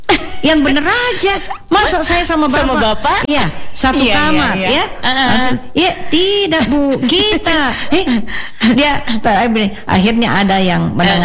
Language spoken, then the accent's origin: Indonesian; South Sulawesi, Indonesia; Kalau kita orang Sulawesi Selatan itu kita Anda.